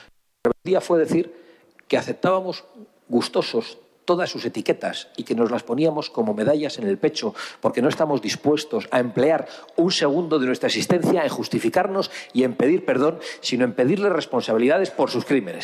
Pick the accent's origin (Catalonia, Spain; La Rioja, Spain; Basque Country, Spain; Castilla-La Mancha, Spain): Basque Country, Spain; Aquí, en mi tierra vasca